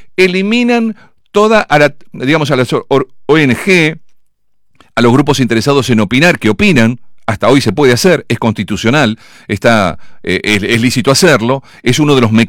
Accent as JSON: {"language": "Spanish", "country": "Argentina", "said": "la admiración que le tenemos tantos argentinos."}